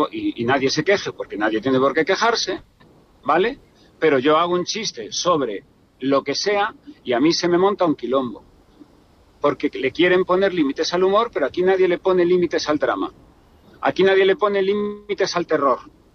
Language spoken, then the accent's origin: Spanish; Galicia, Spain; el reflejo en el mar, en mi tierra, además en Galicia.